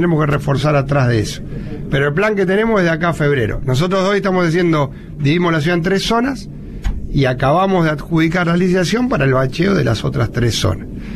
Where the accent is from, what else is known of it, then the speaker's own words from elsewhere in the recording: Rosario, Santa Fe, Argentina; yo soy muy rosarino, estoy criado así